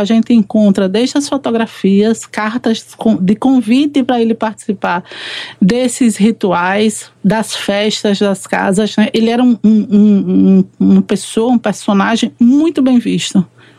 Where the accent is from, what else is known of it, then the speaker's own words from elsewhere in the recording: Sergipe, Brazil; E aí, em algum momento, eu fui para minha terra, né? A gente sente o nordestino, ele sempre saudade de casa no meio de junho.